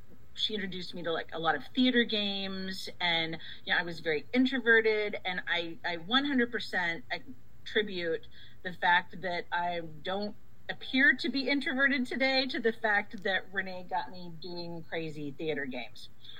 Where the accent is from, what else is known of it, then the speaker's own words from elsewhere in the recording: Texas, United States; born there; now in Portland, United States; I am a Texan by birth, Oregonian by choice.